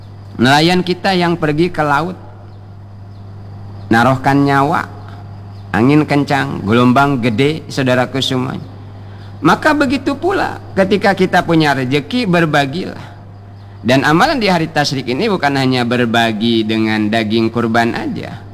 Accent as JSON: {"language": "Indonesian", "region": "Bangka Belitung Islands", "country": "Indonesia", "said": "kata kita orang Bangka basing"}